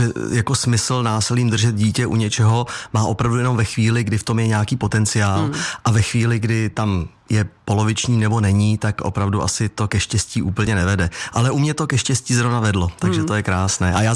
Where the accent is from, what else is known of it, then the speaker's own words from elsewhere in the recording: České Budějovice, South Bohemian Region, Czechia; moved away as an adult; now in Prague, Czech Republic; já jsem rodilý Budějčák